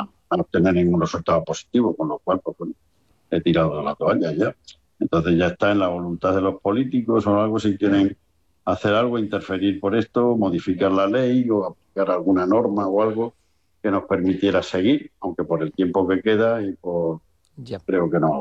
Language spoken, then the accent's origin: Spanish; Cáceres, Extremadura, Spain; moved away as an adult; now in Miguelturra, Spain; voy a seguir viviendo aquí en el pueblo, aunque yo soy de Cáceres y tengo una casa en un pueblo de Cáceres que se llama Casa Tejada